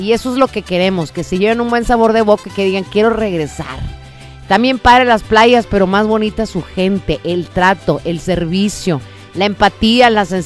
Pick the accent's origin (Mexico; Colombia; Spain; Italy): Mexico; Monterrey, Nuevo León; accent: northern; Yo soy orgullosa de mi tierra y orgullosa de ser de Monterrey. Orgullosa de ser de Nuevo León. No hablo porque estoy enojada. Hablo porque soy del norte y hablo golpeado.